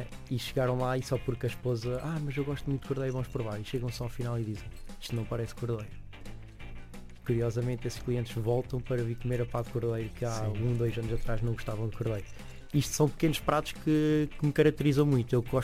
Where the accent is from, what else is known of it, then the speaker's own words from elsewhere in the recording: Centro, Portugal; Eu sou da região da Bairrada